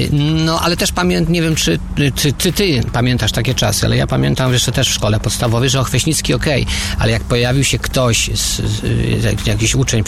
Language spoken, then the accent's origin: Polish; Ślesin, Greater Poland Voivodeship, Poland; Także no, u nas w Ślesinie mówią wszyscy, mówią, rozumieją po Kwaśnicku.